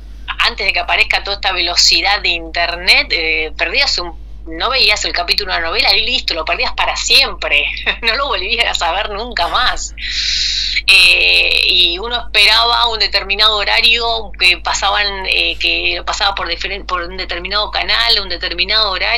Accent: General Rodríguez, Buenos Aires Province, Argentina; yo soy acá de Rodríguez

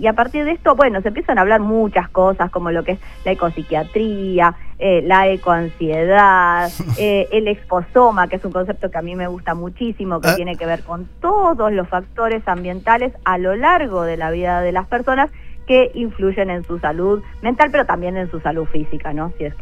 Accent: Patagonia, Argentina; Yo soy de la Patagonia.

